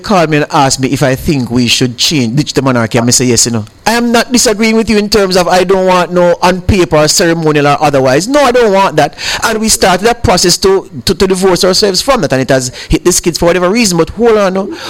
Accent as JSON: {"language": "English", "country": "Jamaica"}